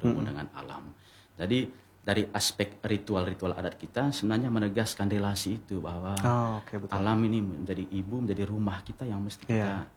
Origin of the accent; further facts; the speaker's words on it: Manggarai, East Nusa Tenggara, Indonesia; kita orang Manggarai melihat alam itu sebagai ya ibu